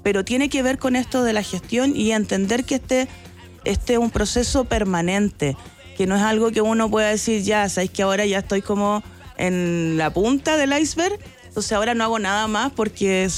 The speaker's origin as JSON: {"language": "Spanish", "town": "Santiago", "region": "Santiago Metropolitan Region", "country": "Chile", "said": "Yo soy de Santiago"}